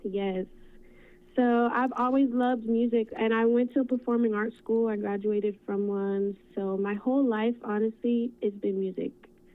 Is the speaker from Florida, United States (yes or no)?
yes; Miami, Florida, United States; I'm a young woman growing up in Miami